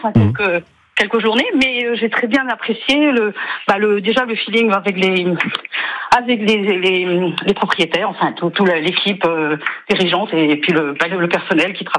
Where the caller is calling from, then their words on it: Cléder, Brittany, France; je suis à Cléder